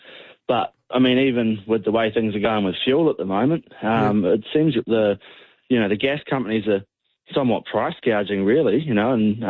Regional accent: New Zealand; As a New Zealander, you get put on a basically automatic visa that gives you the right to work and live here.

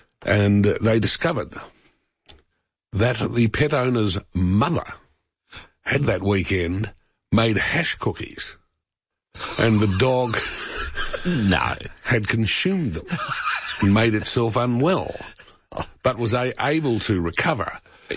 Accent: Melbourne, Victoria, Australia; also born or lived in Brisbane; That is, and I don't want to exaggerate, 300 metres from where I grew up in Melbourne.

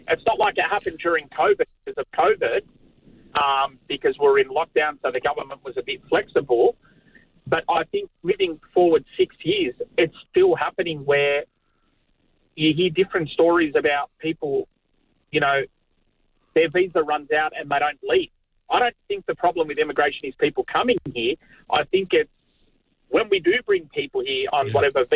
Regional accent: Sydney, New South Wales, Australia; I'm born and bred in Sydney and lived here all my life

